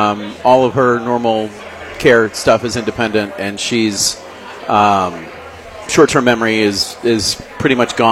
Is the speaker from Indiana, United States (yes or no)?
yes; Indianapolis, Indiana, United States; I am originally from Indy, and my parents live up in Zionsville.